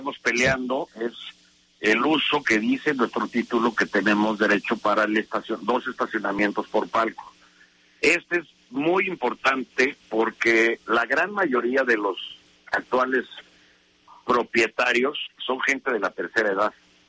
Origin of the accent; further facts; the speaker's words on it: Mexico; nuestra dignidad como mexicanos